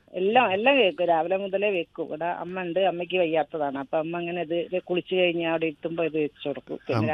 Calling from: Kozhikode, Kerala, India; Karaparamba homeo കോളേജിന്റെ അടുത്ത്.

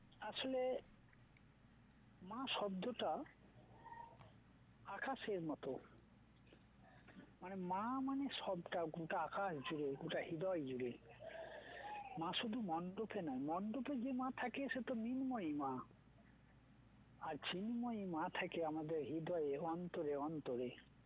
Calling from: Purba Bardhaman, West Bengal, India; আমি পশ্চিমবঙ্গ রাজ্যের পূর্ব বর্ধমান থেকে

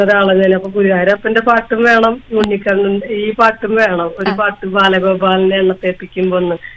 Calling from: Mangad, Kerala, India; കുന്നംകുളം, അടുത്ത് മങ്ങാട് എന്ന് പറയും.

